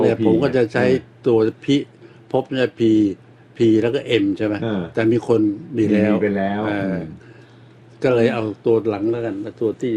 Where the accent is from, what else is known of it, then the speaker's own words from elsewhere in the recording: Thonburi, Bangkok, Thailand; แต่ไปโตธนบุรีไปเรียนหนังสือธนบุรี